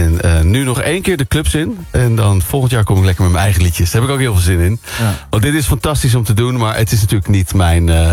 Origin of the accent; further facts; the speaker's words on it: Netherlands; now in Amsterdam, Netherlands; ik ben toch een Hollandse jongen